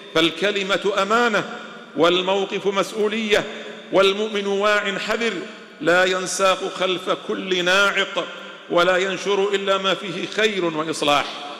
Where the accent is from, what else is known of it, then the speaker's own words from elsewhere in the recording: Bahrain; بلادنا البحرين